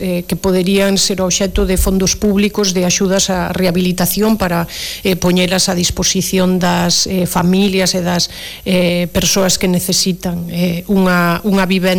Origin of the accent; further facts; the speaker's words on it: Galicia, Spain; creo que é importante que nos xogamos moito nestas eleccións este 29 de novembro como galegas e como galegos